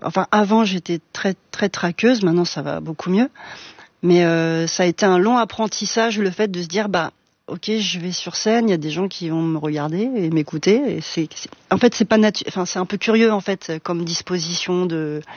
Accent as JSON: {"language": "French", "town": "Villemomble", "region": "Île-de-France", "country": "France", "tie": "born or raised there", "also_born_or_lived": "Noisy-le-Sec", "said": "je suis née à Noisy-le-Sec, mais je n'y ai pas vécu du tout. Moi, j'ai vécu à Villemomble."}